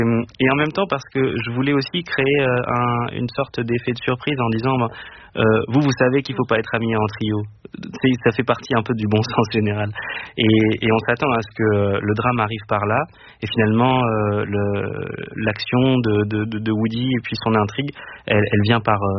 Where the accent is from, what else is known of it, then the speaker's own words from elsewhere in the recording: Nancy, Grand Est, France; J'ai grandi à Nancy.